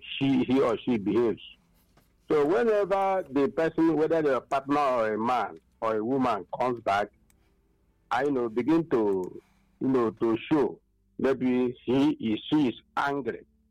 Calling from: Enugu, Enugu State, Nigeria; I'm from Enugu here.

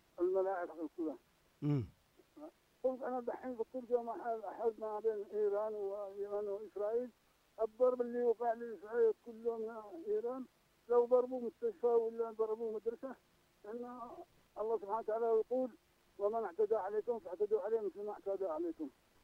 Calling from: Dhi al-Sufal, Ibb, Yemen; من السكندر من ذي السفال.

